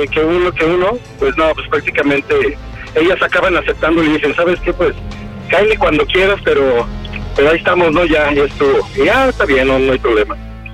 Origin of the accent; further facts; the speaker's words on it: Coyoacán, Mexico City, Mexico; now in León, Mexico; Ok, estoy en León, pero soy de Coyoacán, ¿ok?